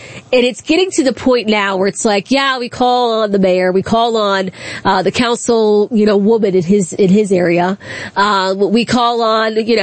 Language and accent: English; Accokeek, Maryland, United States; now in Baltimore area, United States; I grew up in Accokeek, Maryland.